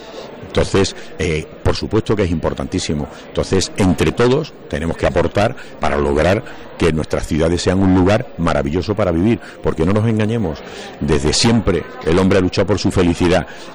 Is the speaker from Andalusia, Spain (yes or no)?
yes; Osuna, Andalusia, Spain; moved away; volver a mi pueblo es siempre un motivo de alegría, ver amigos, ver sus calles y ver que el pueblo está cada día más bonito. Es una satisfacción. Vengo a lo largo del año, ya más en plan privado, pero nunca dejo de venir porque, bueno, son mis raíces.